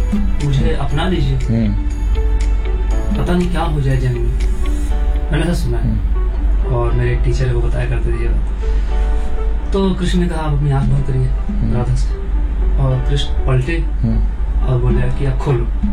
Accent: Lucknow, Uttar Pradesh, India; मैं जैसे मैं लखनऊ से हूँ तो मेरी उर्दू थोड़ी अच्छी ग्रिप है उर्दू पे

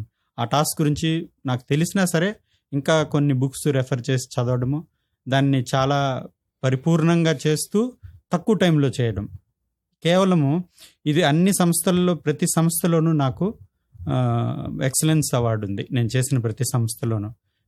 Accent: V. Kota, Andhra Pradesh, India; నేను పుట్టింది వికోట, వెంకటగిరి కోట, చిత్తూరు డిస్టిక్ట్.

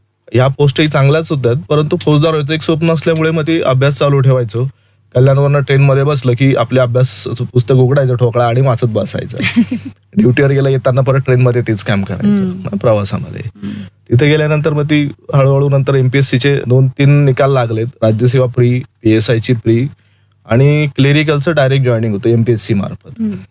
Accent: Bhusawal, Maharashtra, India; माझं बालपण आणि जन्म जळगाव जिल्ह्यामध्ये भुसावळला झालेलं आहे, माझं शिक्षण भुसावळला आणि जळगावला झालेलं आहे

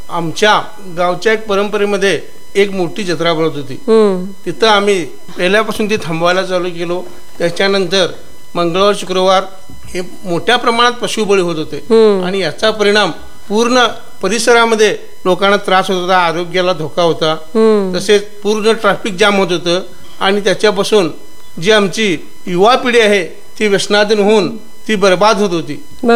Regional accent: Uchagaon, Karnataka, India; आम्ही मूळचे उजगावचे। आम्ही एका शेतकरी कुटुंबामधून जन्म घेऊन आमचे वडील शेतकरी होते

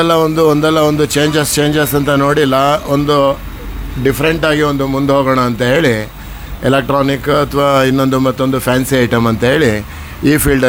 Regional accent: Shivamogga, Karnataka, India; ನಾವು ಶಿವಮೊಗ್ಗದಲ್ಲೇ ಹುಟ್ಟಿದವರು. … Manjunatha talkies area, Shivamogga. So ಅಲ್ಲಿಂದ ಇಲ್ಲೇ ಎಜುಕೇಷನ್ಸ್ ಎಲ್ಲ ಶಿವಮೊಗ್ಗದಲ್ಲೇ ಆಗಿ

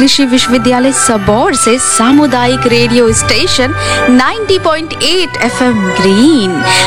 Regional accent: Bihar, India; हमारा सौभाग्य है कि हम बिहारी हैं और बिहार में बहुत ही अच्छे तरीके से इसके लिए उपयुक्त जलवायु मिलती है

